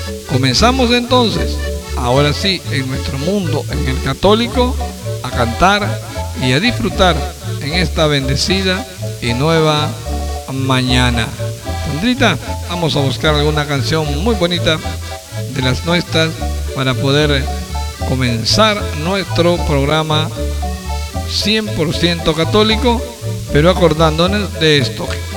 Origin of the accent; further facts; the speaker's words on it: Honduras; Como buenos hondureños, como buenos católicos bien nacidos, orgullosos de Honduras.